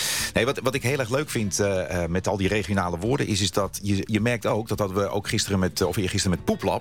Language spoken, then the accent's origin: Dutch; Friesland, Netherlands; born there; also born or lived in Limburg / Utrecht; En ik ben natuurlijk als geboren Fries hoofdzakelijk woonachtig geweest in Limburg en in Utrecht.